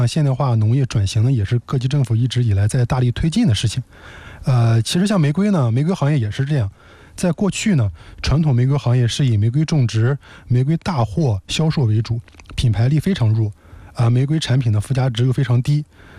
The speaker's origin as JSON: {"language": "Chinese", "town": "Pingyin", "region": "Shandong", "country": "China", "tie": "born or raised there", "said": "我就是土生土长的平阴人。"}